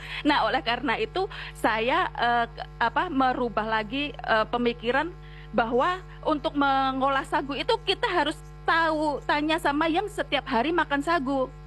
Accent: Yogyakarta, Special Region of Yogyakarta, Indonesia; moved away as an adult; now in Jayapura, Indonesia; karena saya lahir besar di Jogja, lalu lulus kuliah, langsung merantau ke Papua, jadi saya sudah 15 tahun ini di Jayapura.

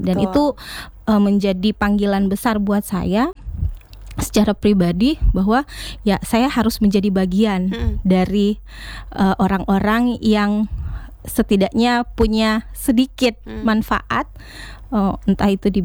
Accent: Kendari, Southeast Sulawesi, Indonesia; Lahir di Kendari, SD mulai dari TK, SD, SMP, SMA, tepatnya lulusan dari SMA Negeri 4 Kendari atau biasa disebut SMA Mandonga, ya.

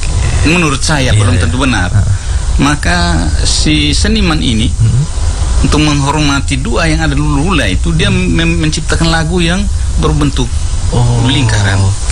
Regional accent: Sukulise, East Nusa Tenggara, Indonesia; saya berlibur ke kampung dan mengikuti acara Ngua Mbama di Sukulise, di kampung saya.

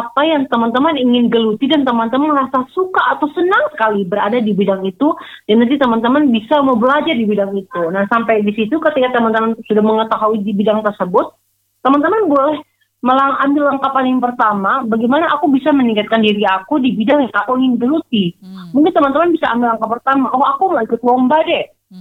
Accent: East Nusa Tenggara, Indonesia; aku kan dari daerah ya, aku dari NTT

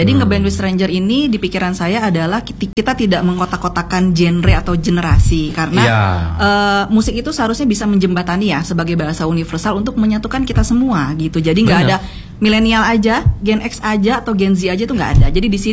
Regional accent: Jakarta, Indonesia; moved away as an adult; now in Malang, Indonesia; Saya pendatang dari Jakarta yang sudah 4 tahun resign dari korporat terakhir di Jakarta, lalu memutuskan untuk stay for good di Malang.

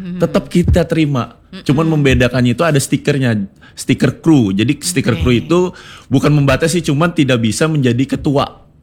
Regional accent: Palangkaraya, Central Kalimantan, Indonesia; born there; khususnya Kalimantan karena kan saya memang kelahiran Palangkaraya kan.

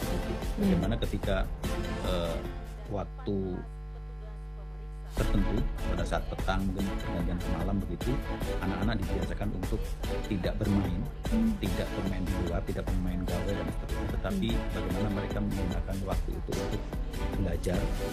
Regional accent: East Nusa Tenggara, Indonesia; tentunya kami di Balai Bahasa dan kita semua sebagai warga NTT

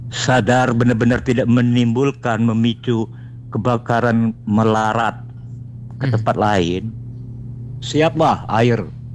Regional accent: Bangka Belitung Islands, Indonesia; kita di Bangka ini

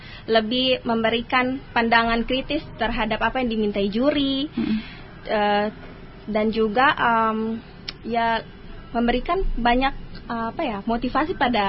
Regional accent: Maluku, Indonesia; di daerah saya sendiri

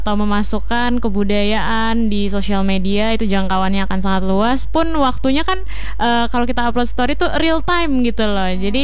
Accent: Central Kalimantan, Indonesia; Kebetulan kita emang isinya orang-orang asli Kalteng gitu. Jadi kita kalau bercanda, kalau ngobrol, chat-chatan juga masih pakai bahasa Dayak. Pun kalau … pribadi di rumah, pakai bahasa Dayak juga.

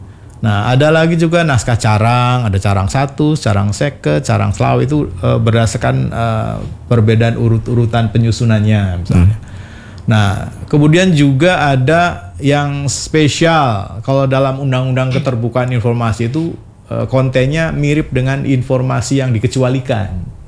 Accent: Cirebon, West Java, Indonesia; bukan bermaksud saya dari Cirebon pengen bagaimana.

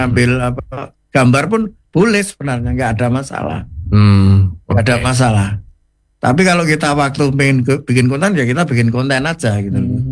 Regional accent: Java, Indonesia; Tapi sebagai orang Jawa, apapun tahun kedepannya itu harus optimis.

